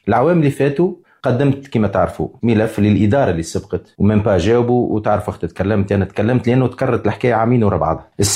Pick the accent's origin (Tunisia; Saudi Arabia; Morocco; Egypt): Tunisia; أنا فنان تونسي